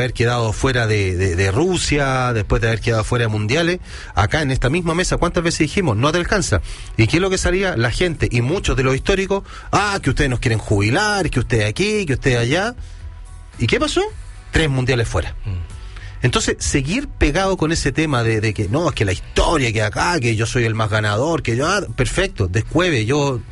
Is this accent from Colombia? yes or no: no; Chile; yo en la editorial lo hermané con lo que habíamos pasado nosotros como chilenos